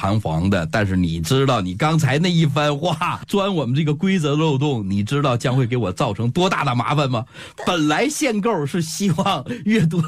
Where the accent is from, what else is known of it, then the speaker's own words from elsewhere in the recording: Northeast China, China; accent: Northeastern Mandarin; 用咱们东北话讲，就是它的优点就是大鼻子他爹老鼻子了